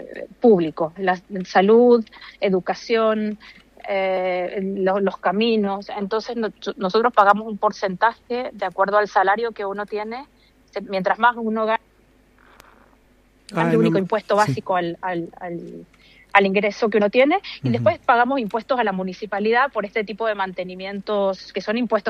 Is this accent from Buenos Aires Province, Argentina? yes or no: no; Mendoza, Argentina; now in Norway; Yo tengo mi familia, tengo amigos, yo soy mendocina, viví en Men